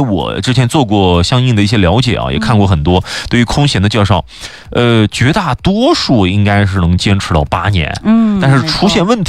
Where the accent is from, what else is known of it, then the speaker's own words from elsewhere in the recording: China; 尤其是我们中国人啊